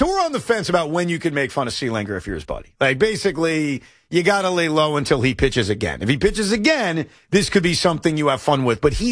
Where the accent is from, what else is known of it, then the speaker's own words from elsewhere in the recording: Long Island, New York, United States; I'm from Long Island.